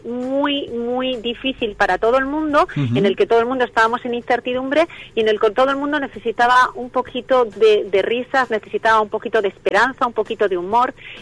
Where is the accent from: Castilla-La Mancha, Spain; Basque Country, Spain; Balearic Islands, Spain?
Basque Country, Spain; Bilbao; moved away; yo soy de Bilbao